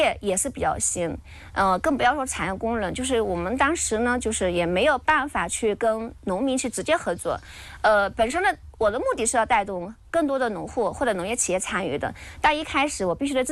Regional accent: Guangzhou, Guangdong, China; moved away as an adult; now in Ningxia, China; 我是广州人，今年在宁夏种水果番茄已经第9个年头了。

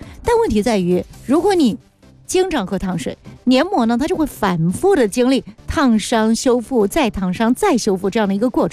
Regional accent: China

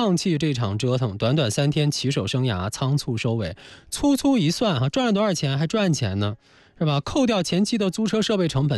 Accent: Dandong, Liaoning, China; moved away; 在我的老家丹东

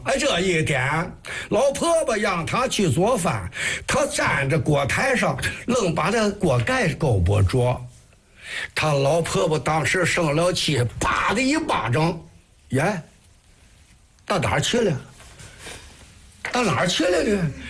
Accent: Qiqihar, Heilongjiang, China; 天津人不知道我是齐齐哈尔人，

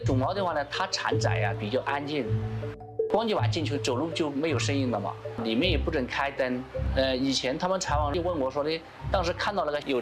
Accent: Lianyungang, Jiangsu, China; moved away as an adult; now in Chongqing, China; 我老家是江苏连云港的，老家是农村的嘛，后来1999年考大学没有考起，后来这边重庆呢有亲戚在这边，所以就到重庆这边来打工。

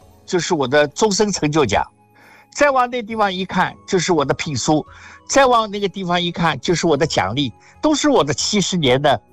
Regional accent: Shanghai, China; born there; now in Beijing, China; 我出生在上海，但是我上海的老人都已经不在了，真正的家就是我这个北京的舞蹈学校舞蹈学院

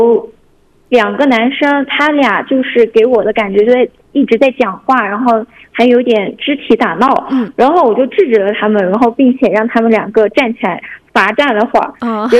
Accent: Yunnan, China; moved away as an adult; now in Hoboksar County, China; 我家乡在云南，那里的气候的话，四季都很平和，所以我来到这边，第一个不太适应的是我们河布克塞尔县，它的早晚温差有点大这个问题。

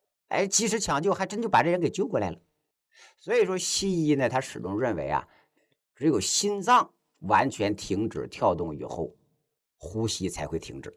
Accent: China

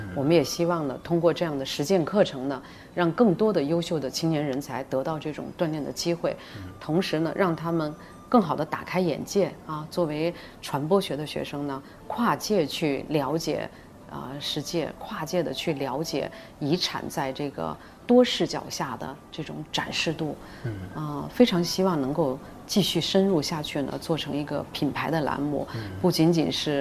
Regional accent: Guangdong, China; 他们粤语肯定不比我们真正土生土长的这个传统的广东人士呢说得差啊

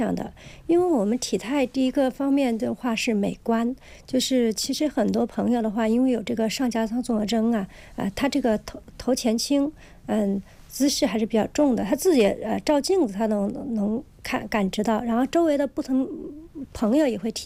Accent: China; 我们中国人

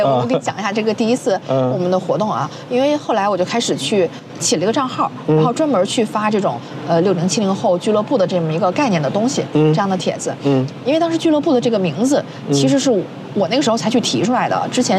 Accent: Beijing, China; 毕竟我自己土生土长的北京人，也30多年在北京了

